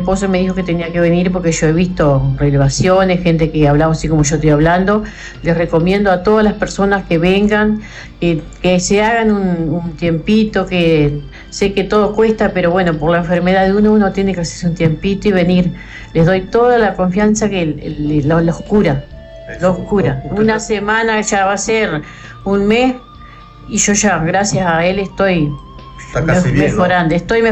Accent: Villa Constitución, Salto, Uruguay

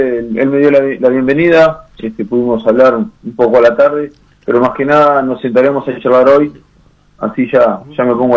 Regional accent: Uruguay; si bien soy un uruguayo, tengo mi familia ahí

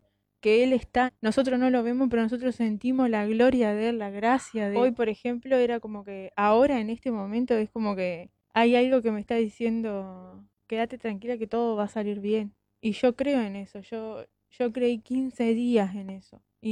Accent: Parque del Plata, Canelones, Uruguay; él se llama Baltasar Moreira. Nosotros venimos de Parque del Plata, de Canelon

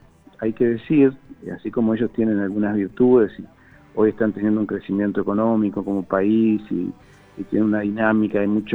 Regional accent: Uruguay; y después van enterando que sos uruguayo, te dicen en principio que no es lo mismo, menos mal, uruguayo, porque ellos no quieren los argentinos, pero yo tengo la percepción de que la resistencia es un poco hacia nosotros también

